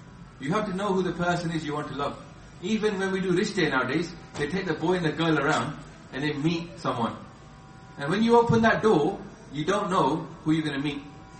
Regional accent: Southall, London, United Kingdom; as I was brought up, I'll talk about myself, 21 years growing up in Southo, brought to Gurdwara, matha tek, go around Guru Granth Sahib Ji

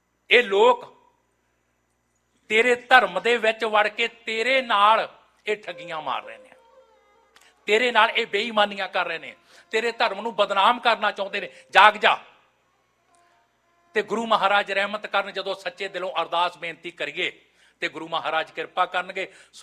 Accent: Punjab, India; ਇਸ ਤੋਂ ਅੱਗੇ ਸੁਲਤਾਨਪੁਰ ਦੁਆਬੇ ਦੀ ਧਰਤੀ ਦੇ ਉੱਤੇ, ਮੇਰਾ ਪਿੰਡ ਉੱਥੋਂ ਬਿਲਕੁਲ ਨਜ਼ਦੀਕ ਹੈ।

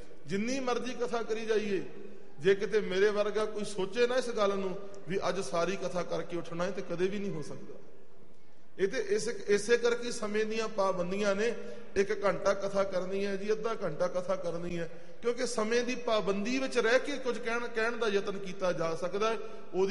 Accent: Punjab, India; moved away; ਜਿਵੇਂ ਅਸੀਂ ਜੰਮੇ ਪਲੇ ਪੰਜਾਬ ਦੇ ਹਾਂ, ਜਦੋਂ ਅਸੀਂ ਬਾਹਰ ਆਉਂਦੇ ਹਾਂ ਅਸੀਂ ਕਹਿੰਦੇ ਹਾਂ ਇਹ ਕੈਨੇਡਾ ਵਿਦੇਸ਼ ਗਿਆ ਹੋਇਆ

